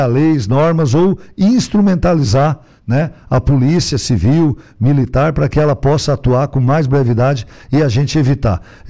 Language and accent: Portuguese; Santa Catarina, Brazil; É algo que me envergonha como catarinense